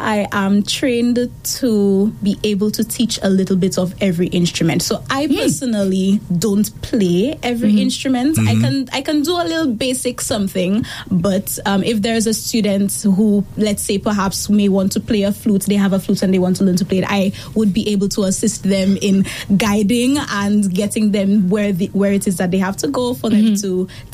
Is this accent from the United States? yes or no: no; St. Lucia; So when people ask me where I'm from, I like to say I'm from St. Lucia. I live in the south of the island.